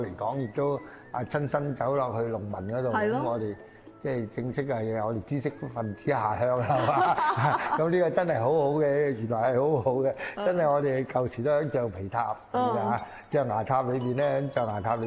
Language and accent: Cantonese; Foshan, Guangdong, China; 我哋佛山人咧，都係好順好直嘅